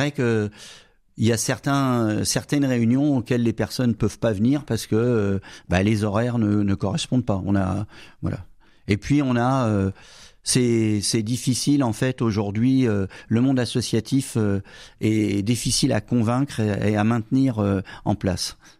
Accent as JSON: {"language": "French", "town": "Paris", "region": "Île-de-France", "country": "France", "moved": "yes", "lives_now": "Albi, France", "said": "Moi, je suis parisien"}